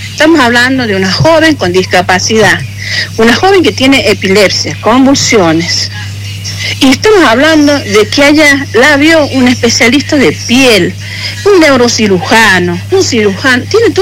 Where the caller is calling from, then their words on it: Chilecito, La Rioja, Argentina; yo soy de acá de Chilecito